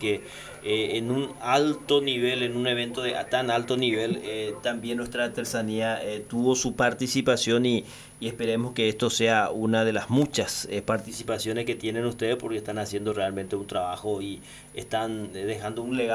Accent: Paraguay; los accesorios ancestrales lo utilizamos nosotros, no siendo indígena, es algo particular que tiene el Paraguay.

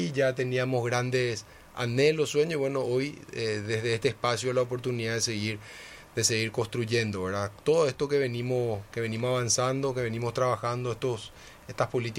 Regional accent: Encarnación, Itapúa, Paraguay; cuando tuve 16 y 17 años en Encarnación, mi ciudad natal

